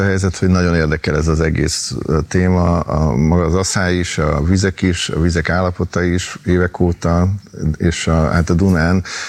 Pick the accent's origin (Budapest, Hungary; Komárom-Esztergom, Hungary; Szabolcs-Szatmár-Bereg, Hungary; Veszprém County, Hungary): Budapest, Hungary; újpesti vagyok, onnan származom, ugye, és gyakorlatilag abban az utcában lesz az új metró megálló, ahol felnőttem, tehát Rózsa utcában